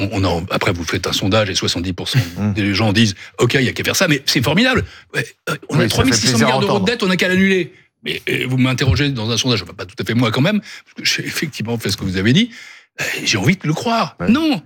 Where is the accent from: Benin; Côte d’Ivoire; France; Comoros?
France